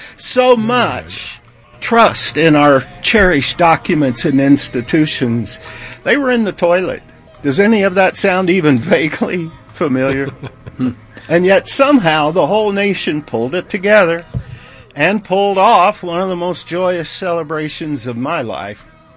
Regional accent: United States; I won the lottery the day I was born in America. One of my earliest memories of being an American was the day JFK was assassinated.

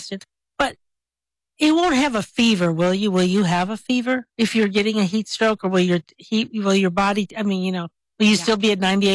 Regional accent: Albuquerque, New Mexico, United States; because I grew up here in Albuquerque.

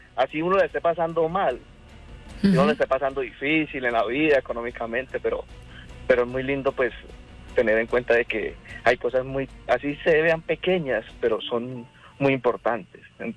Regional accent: Bucaramanga, Santander, Colombia

